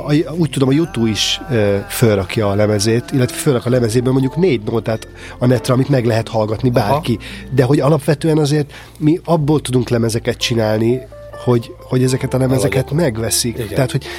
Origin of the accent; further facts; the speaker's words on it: Hungary; Pedig egy magyar gyerek vagyok.